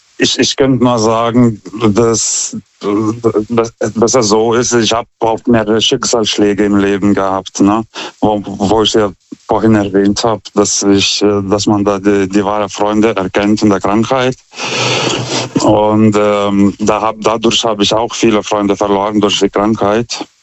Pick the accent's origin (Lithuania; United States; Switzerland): Lithuania; now in Germany